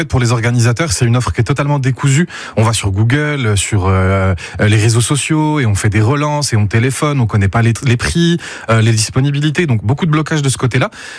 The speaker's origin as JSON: {"language": "French", "town": "Belfort", "region": "Bourgogne-Franche-Comté", "country": "France", "tie": "born or raised there", "said": "moi je suis né, j'ai grandi à Belfort, plus précisément à Peurouse, donc dans la première couronne belfortaine. Et j'ai fait toute ma carrière, on va dire scolaire, sur Belfort"}